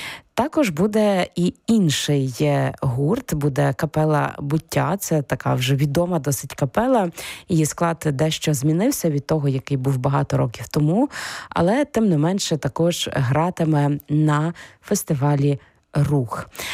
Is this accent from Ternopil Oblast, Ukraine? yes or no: yes; Ternopil Oblast, Ukraine; з мого рідного Тернопілля.